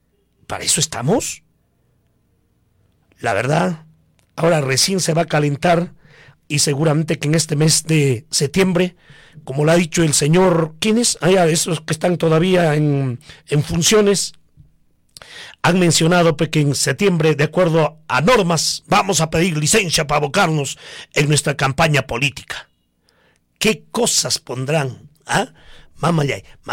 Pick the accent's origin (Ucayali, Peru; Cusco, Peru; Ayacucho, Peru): Ayacucho, Peru; Coracora; Si verdaderamente yo quiero a mi pueblo, hago mi campaña política transparente. Y digo, señores, mi planteamiento es esto para mi pueblo de Coracora